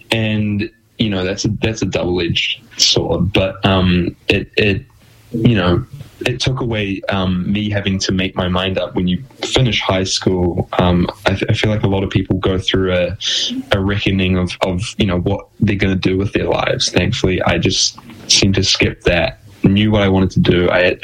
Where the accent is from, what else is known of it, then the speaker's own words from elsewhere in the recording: Gisborne, New Zealand; I was known as the drawing kid, which like isn't, you know, as a child in Gisborne isn't like the most the coolest title to have.